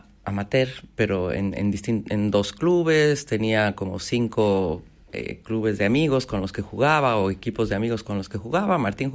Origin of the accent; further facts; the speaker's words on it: Bolivia; accent: Bolivian; now in Argentina; Yo hablo como bol soy boliviana, hablo como boliviana, pero vivo hace 29 años aquí, entonces me siento argentina